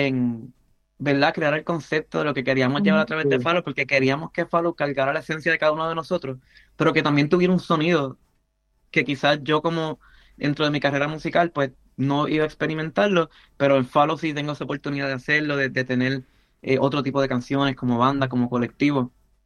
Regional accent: Puerto Rico; Y no solamente porque soy puertorriqueño y me gustan los ritmos

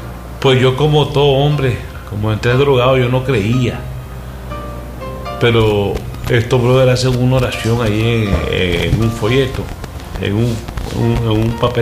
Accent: Jinotepe, Carazo, Nicaragua; Fíjense que yo vengo de Jinotepe con mucho amor, muchachos.

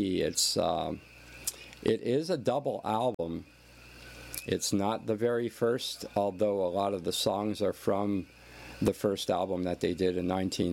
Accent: Philadelphia, Pennsylvania, United States; now in Hilo, United States; my hometown area, Philadelphia Eagles

